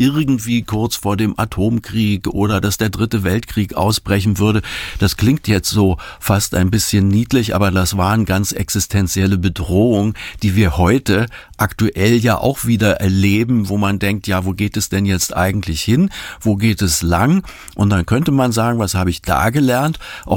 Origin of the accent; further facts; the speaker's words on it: Berlin, Germany; also born or lived in Thuringia; now in Wetzlar, Germany; ich bin und werde immer im Herzen Berliner bleiben. Denn ich bin in West-Berlin geboren, dort aufgewachsen